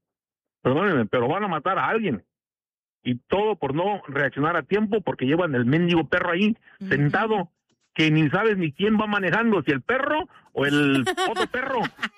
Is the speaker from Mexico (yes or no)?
yes; Mexico; moved away; me crié con perros en México, lindo y querido